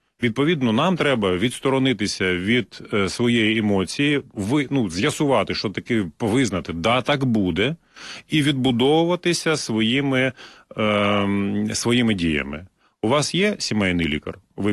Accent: Luhansk Oblast, Ukraine; я згадую своє дитинство, тому що я народився і виріс на Донбасі, на Луганщині, і поруч зі мною завжди були або шахтарі, або металурги.

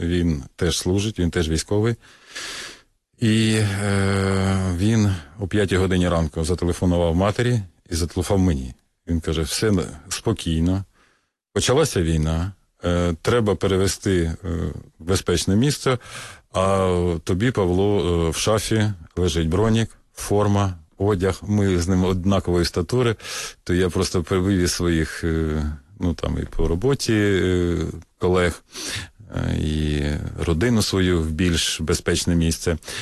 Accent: Kharkiv, Kharkiv Oblast, Ukraine; Я сам з Харкова, да.

